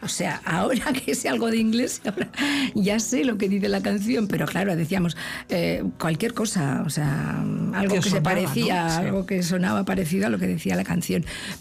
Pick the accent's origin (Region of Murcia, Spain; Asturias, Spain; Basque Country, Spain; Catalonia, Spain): Basque Country, Spain; Vitoria-Gasteiz; born there; also born or lived in Markina / Andalusia; Yo me siento totalmente vasca, me siento, nací en Marquina, pero yo me siento de Vitoria-Gasteiz, me siento vitoriana, y sé que hay una parte de mí que son mis raíces